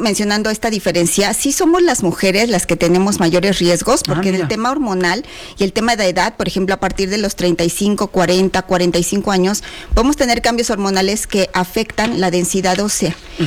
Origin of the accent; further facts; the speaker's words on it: Mexico; como mexicanos creo que tenemos que trabajar bastante